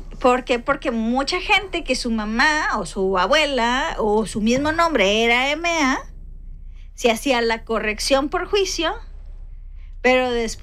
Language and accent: Spanish; Agualeguas, Nuevo León, Mexico